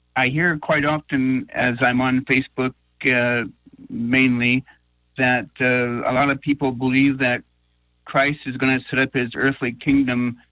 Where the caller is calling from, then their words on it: Washington, United States; Washington State, northwest pocket here.